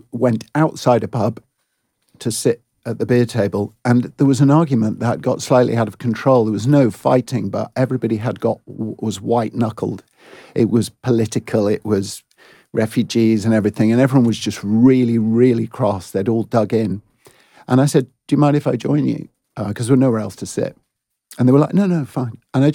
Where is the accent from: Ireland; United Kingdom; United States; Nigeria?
United Kingdom; Blackburn, North West England; now in Edenbridge, United Kingdom; I'm from Blackburn